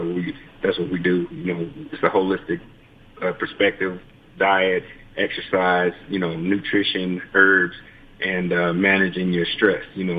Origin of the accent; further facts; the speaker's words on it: Kensett, Arkansas, United States; I'm from Kensett, Arkansas, originally. So some people may not know where Kensett is. Born and raised there.